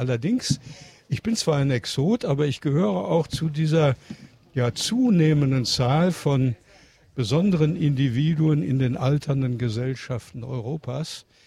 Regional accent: Germany; now in Budapest, Hungary; ich möchte in Ungarn bleiben, als Deutscher, als Fremder hier in Ungarn bleiben, in Budapest bleiben

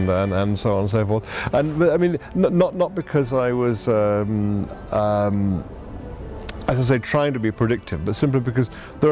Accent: United Kingdom; I'm British

